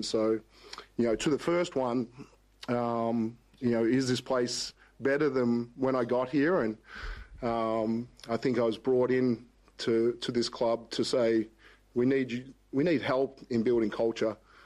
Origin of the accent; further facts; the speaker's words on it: Melbourne, Victoria, Australia; born there; to get back to my home state and my home team. And when I say my home team, before the Melbourne, being the Melbourne Tigers before and being a junior coming up through the Melbourne Tigers